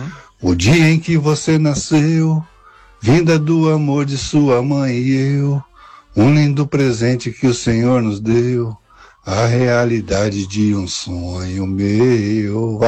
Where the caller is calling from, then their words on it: Curitiba, Paraná, Brazil; aqui quem fala é … falando aqui diretamente de Curitiba.